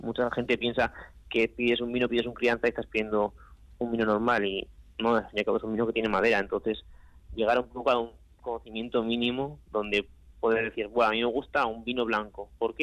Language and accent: Spanish; Samaniego, Basque Country, Spain; Sí, yo soy de Samaniego